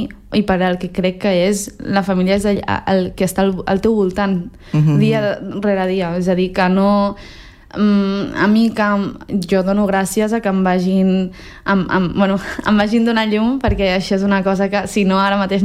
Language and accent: Catalan; Catalonia, Spain; born there; also born or lived in China; pues jo sóc d'aquí, i al final, clar, ma mare em va dir, sí, ets aquí, però... I llavors em va explicar com una mica el viatge i tot, i en aquell moment, o sigui, el viatge de jo anar de la Xina aquí